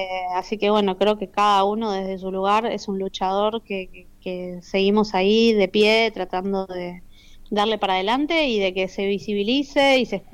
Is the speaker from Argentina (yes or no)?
yes; Argentina; ya que yo soy argentina